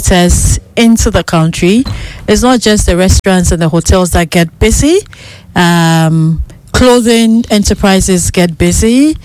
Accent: Ghana; And I was so proud as a Ghanaian, you know.

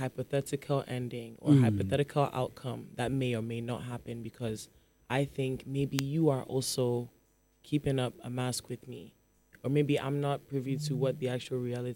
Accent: Accra, Greater Accra, Ghana; born there; moved away; also born or lived in Berekum, Ghana / Chicago, United States; where I'm from in Accra, or where like my hometown is in Konya

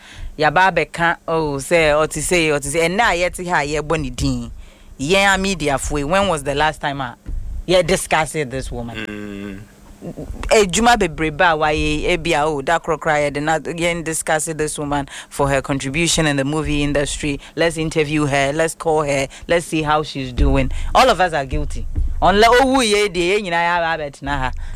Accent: Ghana; When I nanka Nigeria, I am from Ghana.

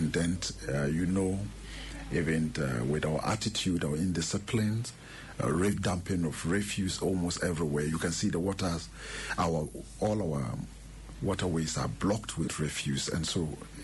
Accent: Ghana; As a Ghanaian, when your colleague, especially when the dead body, we respect the dead so much, that's the last we can give to anybody.

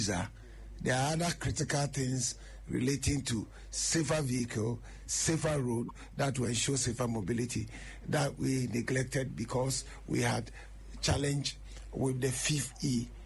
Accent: Ashanti, Ghana; When I'm going to my hometown in Sechekwamai, when I'm on the NCs and I get to Nkoko, I'll just fly, drive over to Mpraiso, get to Adosso, and there will be a 3.6 kilometer stretch of a bridge to link me up to Agogo.

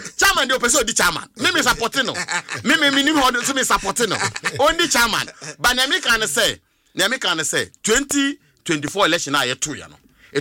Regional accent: Abomosu, Eastern Region, Ghana; I'm from Abomosu in the eastern region.

